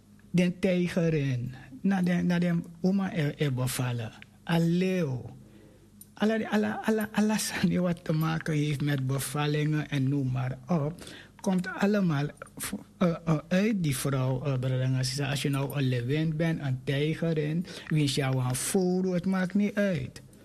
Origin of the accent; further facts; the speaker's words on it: Suriname; Want we komen uit Suriname, dus voor ons, we zijn een Surinamer.